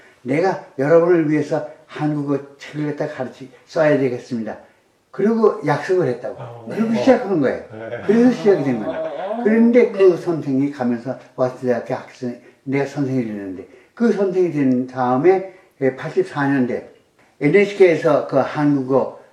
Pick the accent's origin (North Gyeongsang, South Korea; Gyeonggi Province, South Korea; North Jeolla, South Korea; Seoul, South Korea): Seoul, South Korea; born there; 근데 내가 하는 난 서울 태생인데